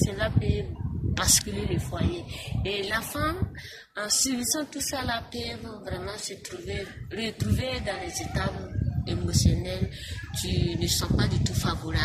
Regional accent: Burkina Faso; Chez nous au Burkina Faso, surtout en Afrique

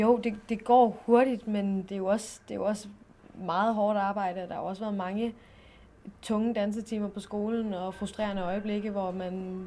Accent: North Denmark Region, Denmark; moved away; den lille by, jeg kommer fra i Nordjylland.

